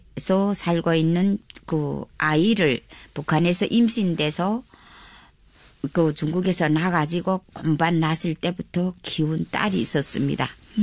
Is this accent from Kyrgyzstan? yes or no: no; North Korea; also born or lived in China; now in Gwangmyeong, South Korea; 나는 북한 사람이고